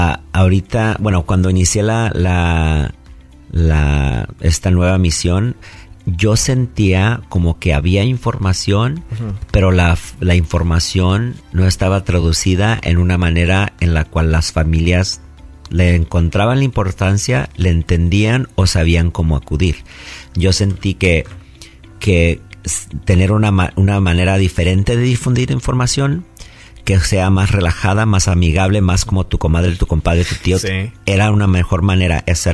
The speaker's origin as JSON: {"language": "Spanish", "country": "Mexico", "moved": "yes", "lives_now": "Central Valley, California, United States", "said": "venimos de un país hermoso, como yo soy mexicano, donde sobrevivir es muy importante"}